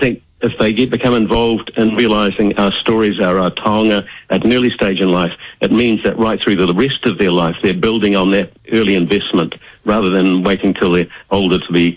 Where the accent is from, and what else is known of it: New Zealand